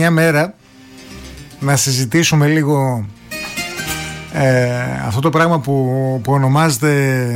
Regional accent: Greece; σαν Έλληνες

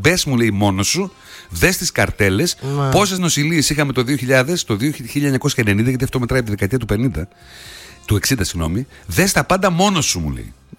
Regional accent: Greece; Εμείς είμαστε από εδώ από την Πίνδο. Από εκεί βρέχει.

